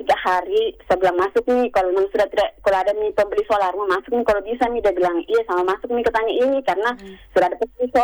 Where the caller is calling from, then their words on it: Kendari, Southeast Sulawesi, Indonesia; Saya dari … di Kendari, ingin mengeluhkan masalah yang baru-baru ini sempat viral katanya.